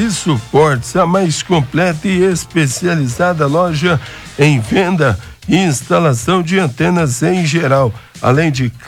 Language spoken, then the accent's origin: Portuguese; Morrinhos, Goiás, Brazil; Sou de Morrinhos.